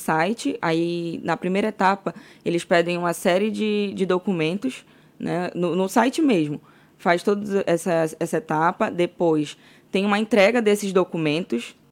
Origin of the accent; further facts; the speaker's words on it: Manaus, Amazonas, Brazil; moved away as an adult; now in Tabatinga, Brazil; Eu sou de Manaus, eu me mudei tem um mês para Tabatinga